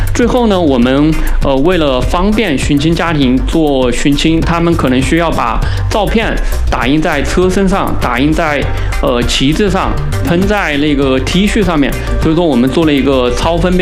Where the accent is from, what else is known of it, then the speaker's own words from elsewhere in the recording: China; 我们中国人